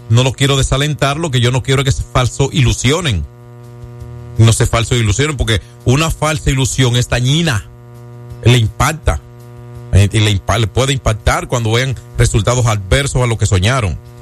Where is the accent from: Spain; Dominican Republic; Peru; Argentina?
Dominican Republic; yo me siento bien como dominicano